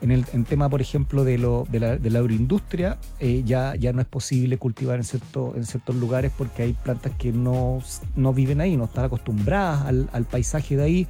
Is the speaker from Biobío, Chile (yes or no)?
no; Iquique, Tarapacá, Chile; el principal problema es que yo vengo de Iquique, yo soy de Iquique, allá están distintas comillas mineras, Spence, Minera Escondida, Bachepivil, y todo el norte.